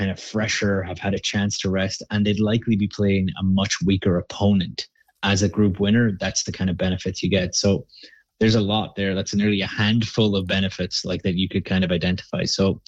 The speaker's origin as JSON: {"language": "English", "country": "Ireland", "lives_now": "Canada", "said": "I'm from Ireland originally, but I'm Canadian this month for sure. And I've been Canadian for 12 years already."}